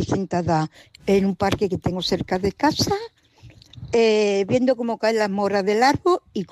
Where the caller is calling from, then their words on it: Spain; de San Andrés.